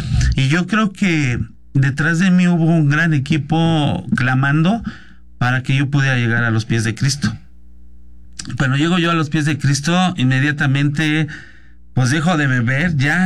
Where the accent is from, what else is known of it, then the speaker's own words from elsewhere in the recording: Ixtapaluca, State of Mexico, Mexico; born there; yo nací en CCI Iztapaluca